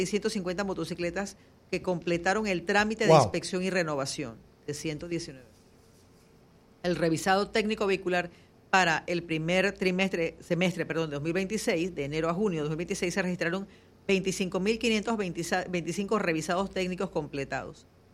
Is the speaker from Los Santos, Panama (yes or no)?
no; David, Chiriquí, Panama; yo soy de Chiriquí, yo soy de David